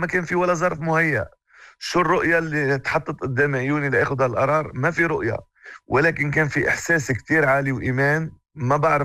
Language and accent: Arabic; Lebanon; moved away as an adult; now in Morocco; أنا ظهرت من لبنان مش عارف أي اتجاه رايح فيه. يعني وصلت سوريا، الأردن، دبي. من دبي كان قراري أني أنا لازم أجي على المغرب. أنا خدت قرار أني أجي على المغرب، خدت قرار استقرار.